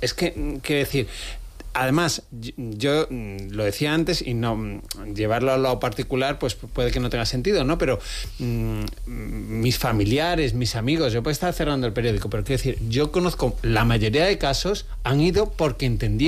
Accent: Málaga, Andalusia, Spain; Málaga, yo soy malagueño, ¿no?

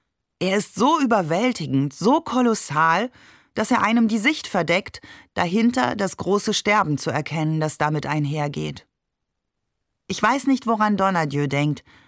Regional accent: Saarbrücken, Saarland, Germany; Wo auch immer wir Heiligabend verbrachten, bei uns in Saarbrücken gab es jedes J

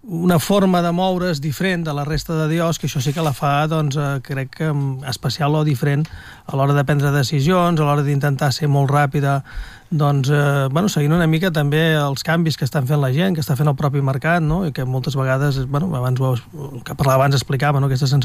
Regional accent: Catalonia, Spain; Som catalans

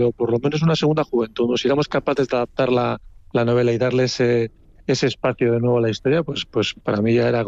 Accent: Leioa, Basque Country, Spain; siendo yo como soy de Leioa

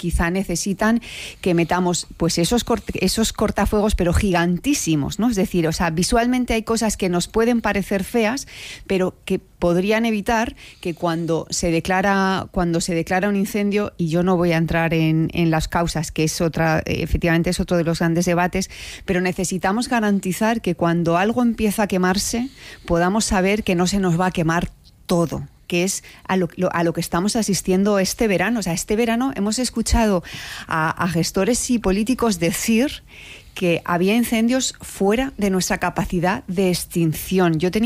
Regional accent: Castilla-La Mancha, Spain; Yo soy castellano-manchega, soy una niña de pueblo, entonces me llega muy, muy de cerca.

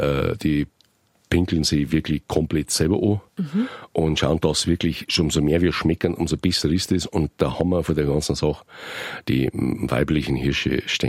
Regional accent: Bavaria, Germany; bei uns im Bayerischen Wald, im Bayerwald

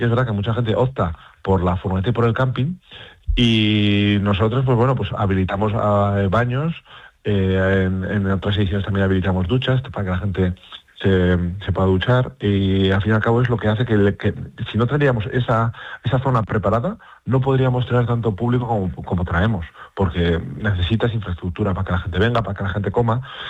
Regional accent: La Rioja, Spain; yo creo que es un poco también como riojanos, sacar un poco de pecho de que aquí también las cosas se hacen muy bien.

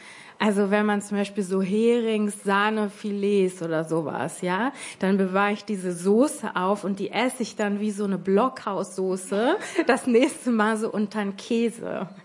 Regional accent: Hamburg, Germany; Ich bin nicht Sylterin, ich bin Hamburgerin.

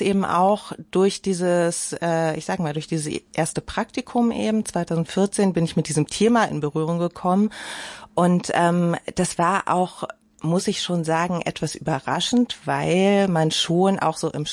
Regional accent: Berlin, Germany; In Frohnau mit Garten und die Zeit im Wedding hat sich zum Glück, möchte ich jetzt sagen, auf meine ersten zwei Lebensjahre beschränkt

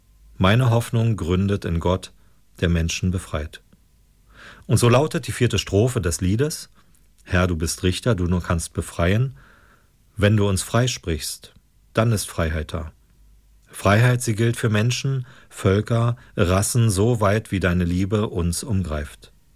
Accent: Berlin, Germany; Ich erinnere mich an meine Kindheit in Ost-Berlin. Wir wohnten etwa 200 Meter von einem Mahnmal für gefallene sowjetische Soldaten entfernt.

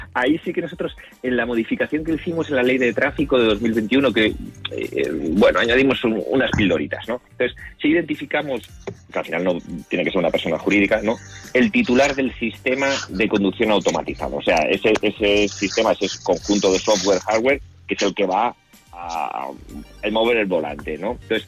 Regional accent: Spain; todos los que somos españoles

